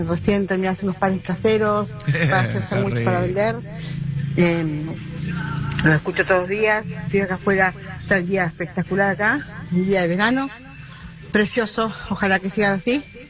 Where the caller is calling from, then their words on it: Carmen de Patagones, Buenos Aires Province, Argentina; soy de Carmen de Patagones. Lo escucho todos los días.